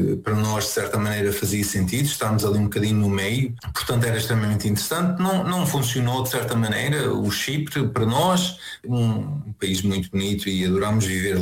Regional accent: Portugal; moved away; É nós percebermos que saímos de Portugal e vamos para uma aventura e depois, ao fim de algum tempo, decidimos ficar longe de Portugal.

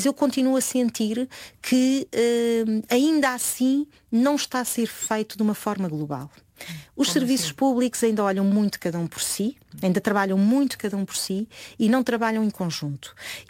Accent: Portugal; enquanto portugueses

